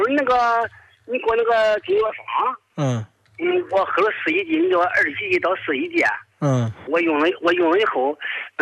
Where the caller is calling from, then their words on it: Heze, Shandong, China; 我是山东菏泽的。